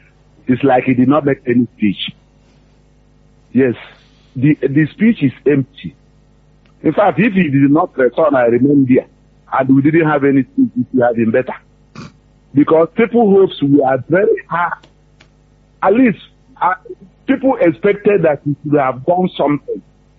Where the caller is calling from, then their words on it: Elebu, Nigeria; I'm calling from Elebu.